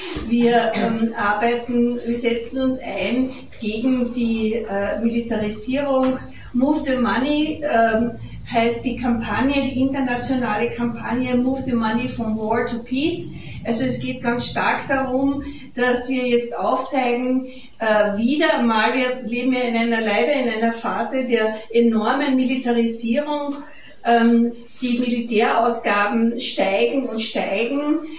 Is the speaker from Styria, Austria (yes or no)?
no; Carinthia, Austria; now in Vienna, Austria; Ich lebe in Wien, wie die Juli schon gesagt hat, aber ich bin keine Wienerin, ich bin eine Kärntnerin, komme aus einer Stadtbezirkshauptstadt, die ungefähr so groß ist wie Ried